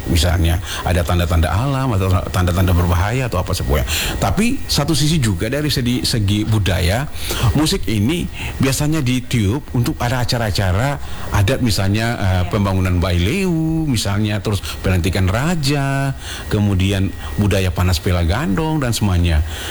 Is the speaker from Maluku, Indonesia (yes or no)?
yes; Maluku, Indonesia; Tapi kemudian karena lokal jenisnya kita ya, orang Maluku, kemudian itu bisa dibuat menjadi salah satu alat musik tradisi.